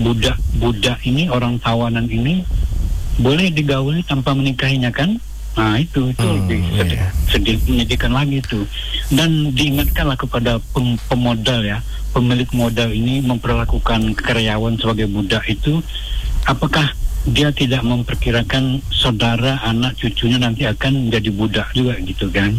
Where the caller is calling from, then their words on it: Riau, Indonesia; kami di Riau